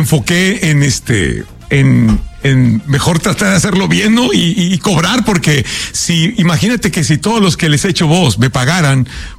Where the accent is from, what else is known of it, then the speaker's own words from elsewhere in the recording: Mexico; para los que somos de México, pues ese es un referente, ¿no?